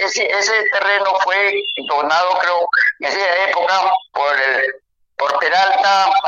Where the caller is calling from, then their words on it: Peru; De aquí, del centro de Cumbeco.